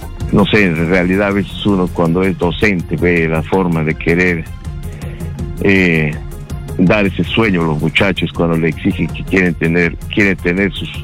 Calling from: Iquitos, Loreto, Peru; Hablo desde Iquitos, Loreto.

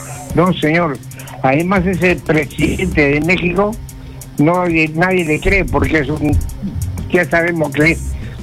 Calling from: Lima, Peru; De La Molina

